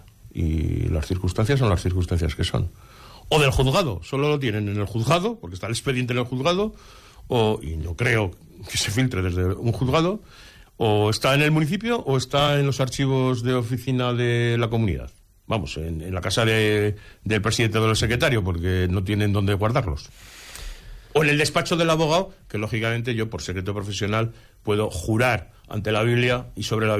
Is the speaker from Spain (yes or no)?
yes; Pozondón, Teruel, Aragon, Spain; soy de Teruel, soy de Pozondo.